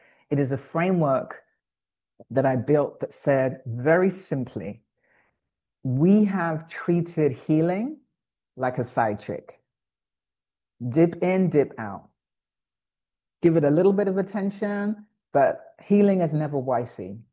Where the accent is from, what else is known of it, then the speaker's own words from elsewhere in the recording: London, United Kingdom; moved away as an adult; also born or lived in New York; now in Accra, Ghana; the years I spent as a Black Briton, born and raised in London, and now being here in Accra.